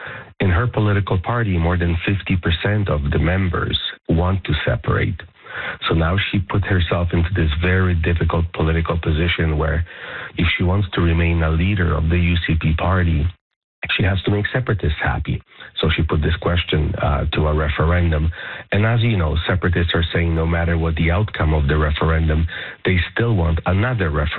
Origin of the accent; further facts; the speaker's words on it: Canada; So it is not for us who are proud Canadians, who want to remain Canadians, who have to state a case.